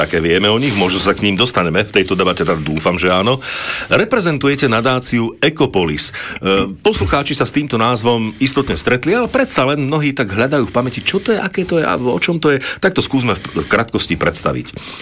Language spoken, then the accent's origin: Slovak; central Slovakia, Slovakia; keďže sme zo stredného Slovenska, tak môžeme spomenúť Osrblie